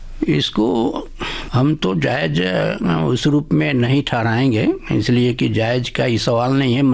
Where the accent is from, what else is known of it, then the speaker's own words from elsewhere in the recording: Jharkhand, India; देखिए, हमारी देश जो है गांवों का देश है, और झारखंड भी हमारा गांवों का मैंने ये राज है, शहर तो गिन चुनके हैं।